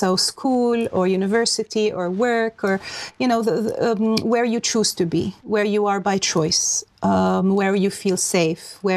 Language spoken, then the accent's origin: English; United Arab Emirates; moved away as an adult; also born or lived in Czechoslovakia / Prague; now in Czechia; I was born in Czechoslovakia, but grew up in the United Arab Emirates and returned to Prague for university. I spent a few years working here